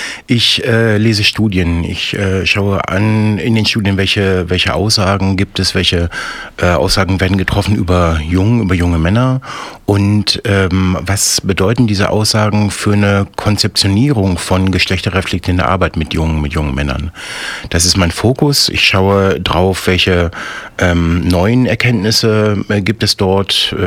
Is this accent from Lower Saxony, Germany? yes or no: yes; Hannover, Lower Saxony, Germany; born there; also born or lived in Marburg / Berlin; Ich bin 1974 in Hannover geboren, habe Politikwissenschaften in Marburg und Berlin studiert